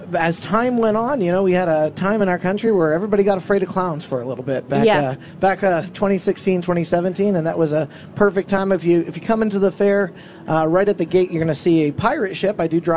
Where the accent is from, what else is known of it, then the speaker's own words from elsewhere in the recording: Groton, Vermont, United States; So I'm out of Groton, Vermont.